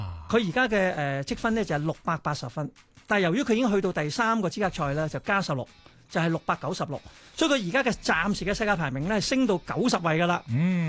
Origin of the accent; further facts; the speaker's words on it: Hong Kong; 我哋香港人都有咁大力量咧